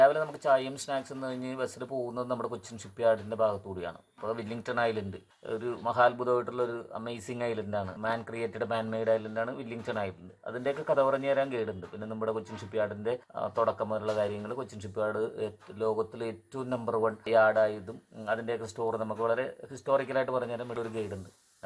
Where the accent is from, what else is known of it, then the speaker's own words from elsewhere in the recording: Ernakulam, Kerala, India; ഞാൻ എറണാകുളം തന്നെ സ്വദേശിയാണ്.